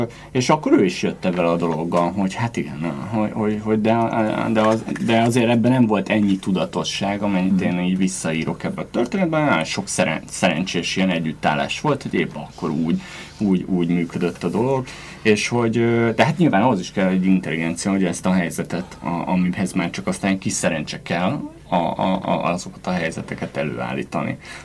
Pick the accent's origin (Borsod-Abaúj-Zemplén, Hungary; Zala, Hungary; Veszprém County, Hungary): Borsod-Abaúj-Zemplén, Hungary; Miskolc; born there; also born or lived in Debrecen; hogy Miskolcon születtem, és aztán Debrecen, és nem tudom, amit sem, és az apám még folyamatosan költöztek.